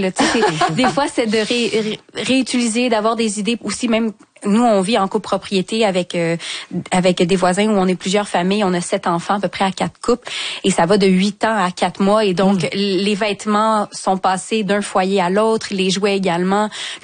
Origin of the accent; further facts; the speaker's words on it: Saint-Hyacinthe, Quebec, Canada; Mais tu vois, moi, je venais du 450, je viens de Saint-Hyacinthe, donc j'avais ma voiture depuis que je suis adolescente.